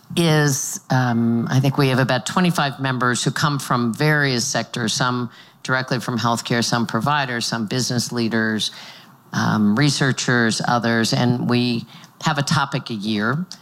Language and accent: English; Kansas, United States; my home state is Kansas. We both have significant rural areas in our states.